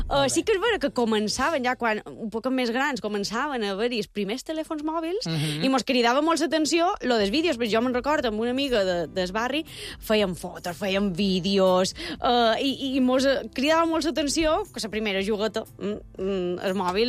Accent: Palma, Balearic Islands, Spain; Sol contestar que soc de Palma, però ja per les renyades que m'endú. Jo soc de Sant Ferriol, tota la vida he viscut a Sant Ferriol.

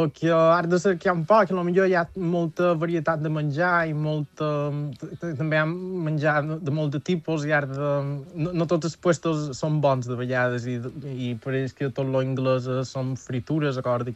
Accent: Manacor, Balearic Islands, Spain; moved away as an adult; now in Brighton, United Kingdom; Quan vaig acabar a Manacor, vaig decidir fa un any per aprendre un poc d'anglès i això, i una cosa va adossar a l'altra i vaig començar a la universitat aquí a estudiar literatura anglesa

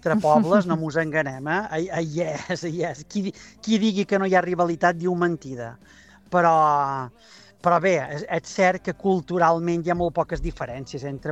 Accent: Es Mercadal, Balearic Islands, Spain; jo som des Mercadal

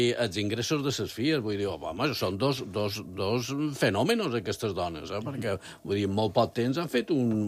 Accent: Balearic Islands, Spain; Jo som d'Escapens, que Mallorca...

